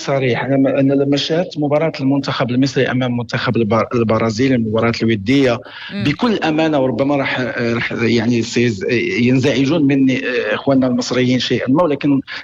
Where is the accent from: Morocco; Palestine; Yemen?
Morocco; احنا ربما كمغاربة